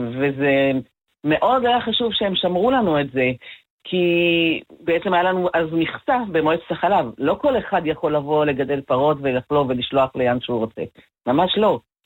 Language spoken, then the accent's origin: Hebrew; Nahariya, Northern District, Israel; moved away as an adult; now in Amka, Israel; אני קודם כל נולדתי בנהריה, גדלתי שם, התחתנתי עם עזריאל, שהוא בן ממשיך פה במושב עמקה, אז באנו פה